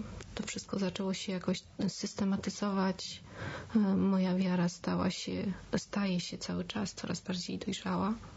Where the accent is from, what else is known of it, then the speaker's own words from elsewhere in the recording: Warsaw, Masovian Voivodeship, Poland; W Warszawie, w mieście. W normalnej rodzinie, w pełnej rodzinie, w wielodzietnej rodzinie. Jest nas czworo w domu.